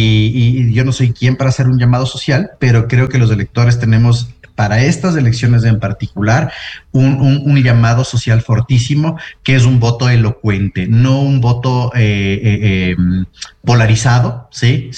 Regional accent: Ecuador

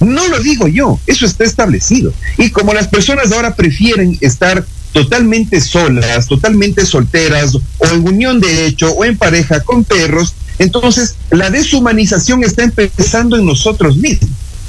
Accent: Ecuador

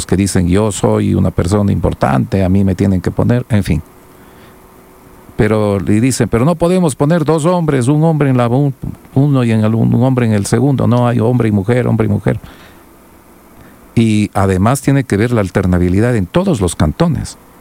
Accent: Ecuador; Es lo que somos, quizás los ecuatorianos, en los actuales momentos

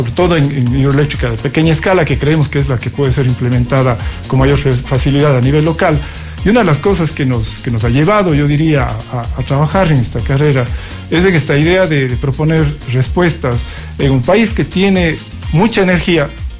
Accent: Ecuador

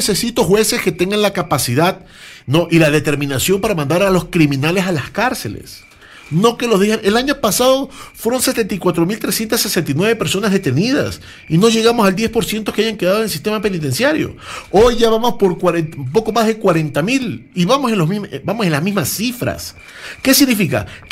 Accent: Ecuador; Yo trabajo así para vivir en mi país y para que mis hijos se críen en el Ecuador, que es mi país.

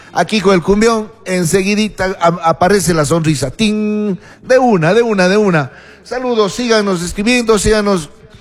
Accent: Cuenca, Azuay, Ecuador

